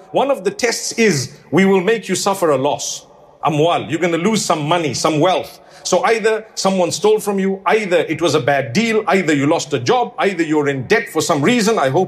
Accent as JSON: {"language": "English", "country": "South Africa", "said": "And I come from Africa. Let me tell you, at times, and this is not about food, it's about something else. Every single day, electricity just goes off. When you need it the most. Right now it's winter back in South Africa."}